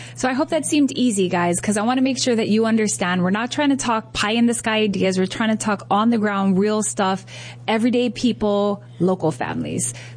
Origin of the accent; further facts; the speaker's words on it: Hawaii, United States; Yeah, and I want to say for me as a Hawaiian, it's so important that I preach this message to other Hawaiians, because owning land is a thing.